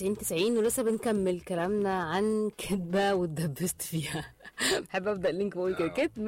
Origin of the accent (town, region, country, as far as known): Egypt